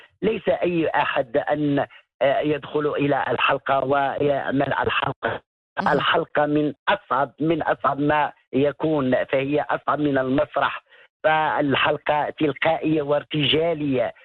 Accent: Morocco; عندنا في المغرب

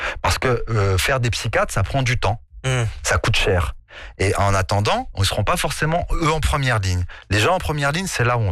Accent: Morocco

